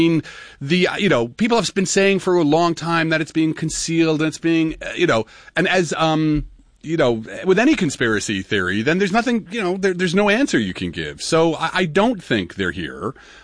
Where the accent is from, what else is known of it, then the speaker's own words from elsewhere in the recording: Newark, New Jersey, United States; it's like going to Newark, and I'm from Newark, so I can say that.